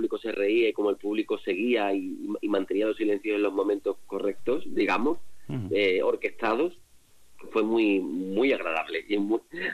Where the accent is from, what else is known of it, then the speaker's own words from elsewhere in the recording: Cádiz, Andalusia, Spain; Yo soy de Cádiz, o sea, y nunca he tenido problemas con la dicción, ¿eh?